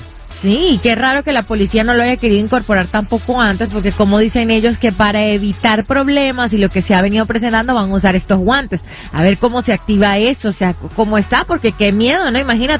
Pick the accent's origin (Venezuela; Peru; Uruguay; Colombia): Venezuela; moved away; yo soy venezolana